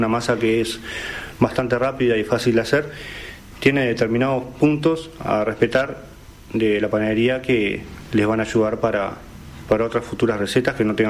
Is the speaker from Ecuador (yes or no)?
no; Uruguay; born there; also born or lived in Montevideo; cuando nos vinimos de Montevideo, salía hacer empanadas, que las que había visto hacer mi padre las había aprendido, y hacía empanadas y salía a vender a la gente del barrio en Santa Catalina.